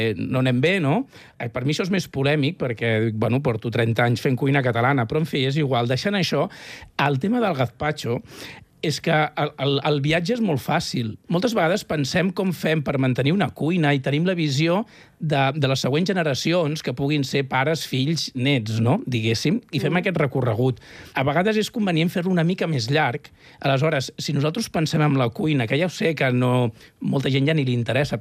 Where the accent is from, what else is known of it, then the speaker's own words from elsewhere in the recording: Catalonia, Spain; Jo, després de la llet materna, vaig passar a consumir gazpacho. Jo sóc del Baix Llobregat.